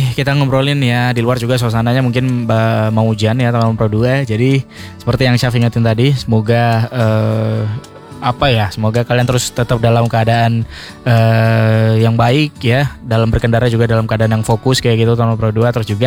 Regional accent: Aceh, Indonesia; kita orang Aceh

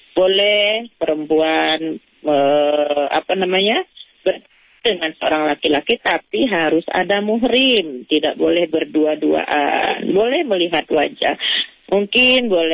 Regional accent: Muara Bulian, Jambi, Indonesia; now in Jambi, Indonesia; Saya dulu juga dari Bulian, sekarang di Jambi.

